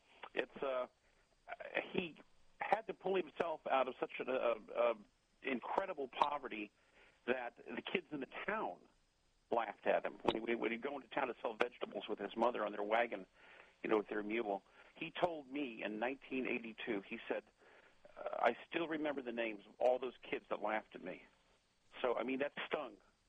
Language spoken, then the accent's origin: English; Alabama, United States; growing up in Alabama